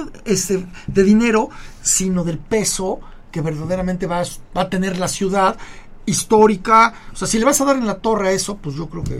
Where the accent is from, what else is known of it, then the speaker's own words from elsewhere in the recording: Puebla, Mexico; ya como poblanos